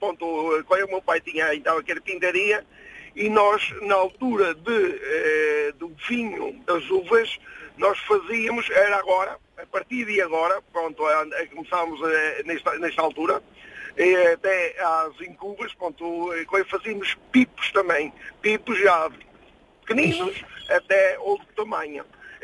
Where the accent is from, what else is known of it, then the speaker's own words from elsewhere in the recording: Mozambique; now in Portugal; eu vim de Moçambique, e o meu pai agarrou-se a tudo